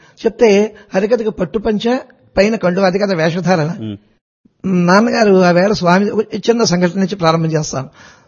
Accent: Ainapuram, Andhra Pradesh, India; 1959లో మా స్వగ్రామం ఇక్కడ అమలాపురం దగ్గరలో అయినాపురం అనేటువంటి ఊరు.

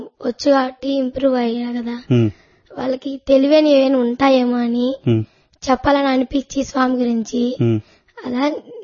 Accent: Karmanpalli, Andhra Pradesh, India; కార్మాన్పల్లి.

